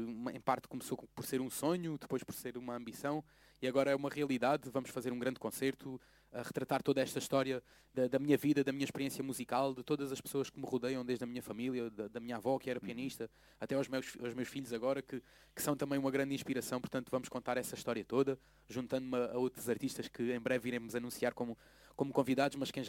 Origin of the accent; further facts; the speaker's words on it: Alentejo, Portugal; Eu começava sempre por me inspirar na minha terra e depois aventurava-me. Agora foi diferente, eu comecei por me inspirar noutras regiões e acabar no meu Alentejo, como sempre.